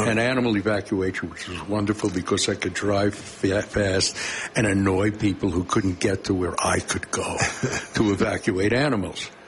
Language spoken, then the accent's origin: English; New York City, New York, United States; moved away; I grew up in New York City, in Brooklyn, New York, I was a little fat Jew boy from New York who listened to folk songs about working in the mine, lived in Greenwich Village